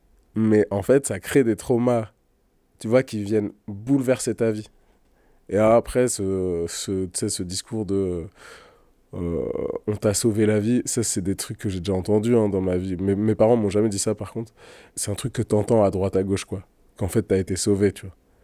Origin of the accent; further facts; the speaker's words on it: Bati, Amhara, Ethiopia; Bati, c'est d'où je viens, donc à côté de Dessie et Kombolcha, dans l'ancienne province du Wollo, qui est en région Amara, à l'entrée du désert Afar, là où on a trouvé Lucie, l'Australopithèque. Moi, je viens de tout près de là.